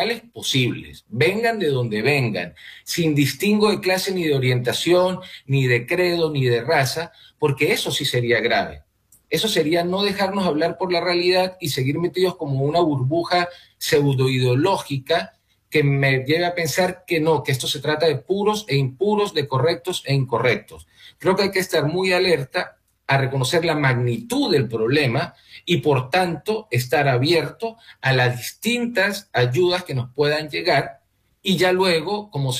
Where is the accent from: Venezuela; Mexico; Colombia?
Venezuela; moved away; a todos como venezolanos, los que estamos en este momento por fuera, los que han migrado y los que están dentro, porque a todos nos impacta.